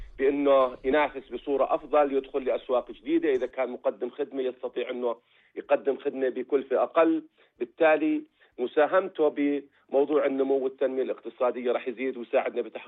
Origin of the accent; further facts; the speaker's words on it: Jordan; اللي عندنا بالأردن